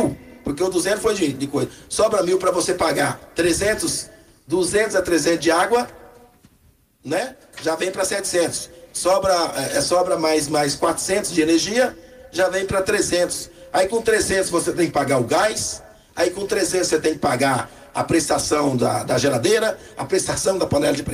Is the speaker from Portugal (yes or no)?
no; Brazil